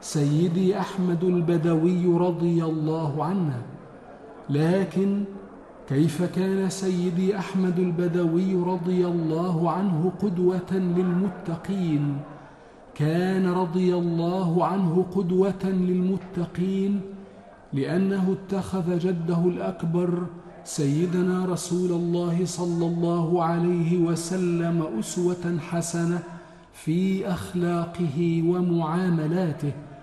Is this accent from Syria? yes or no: no; Egypt